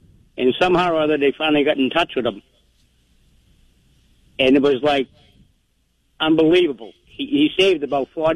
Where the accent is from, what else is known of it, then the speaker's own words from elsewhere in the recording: Burlington, Massachusetts, United States; I'm from Burlington, Mass.